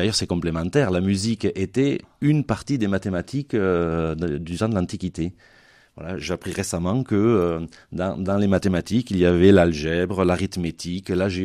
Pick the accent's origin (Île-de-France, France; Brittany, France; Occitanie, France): Occitanie, France; Saint-Chély-d'Apcher; Oui, je suis de Saint-Chély-d'Apché